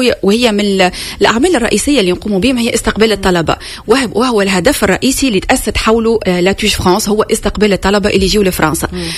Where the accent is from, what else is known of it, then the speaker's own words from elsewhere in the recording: Tunisia; moved away as an adult; now in Paris, France; بالنسبة لينا تونس هي كيما العائلة، يعني احنا عنا مسؤولية حول عائلتنا كيف عنا مسؤولية حول بلادنا تونس.